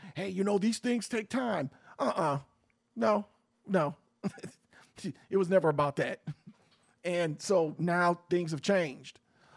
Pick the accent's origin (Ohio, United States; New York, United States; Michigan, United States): Ohio, United States; Cleveland; The 137 shots with Tim Russell and Melissa Williams in Cleveland from my hometown.